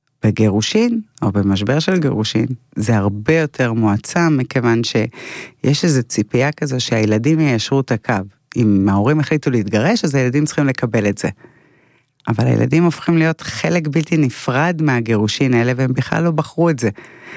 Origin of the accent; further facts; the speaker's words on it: Tiberias, Northern District, Israel; גדלתי בתבריה של שנות ה-80